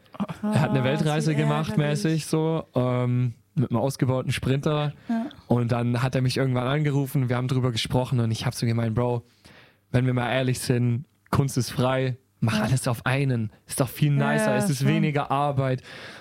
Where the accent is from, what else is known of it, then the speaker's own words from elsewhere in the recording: Wimmental, Baden-Württemberg, Germany; Und ich habe so ein kleines Tonstudio auch in dem Dorf, wo ich aufgewachsen bin.